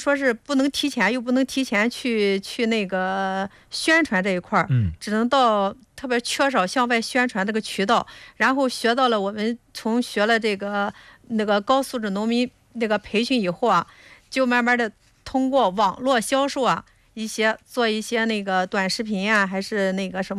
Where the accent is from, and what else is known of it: Pingyin, Shandong, China